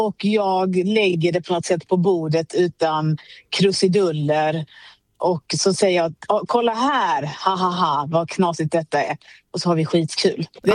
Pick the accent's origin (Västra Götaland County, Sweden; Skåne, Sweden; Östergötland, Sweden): Skåne, Sweden; Ja, men jag är skåning.